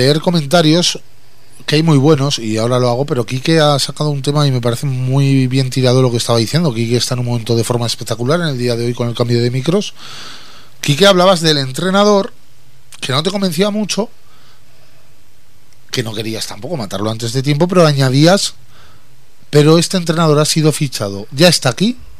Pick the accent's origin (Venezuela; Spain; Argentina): Spain; No soy menos español por ello.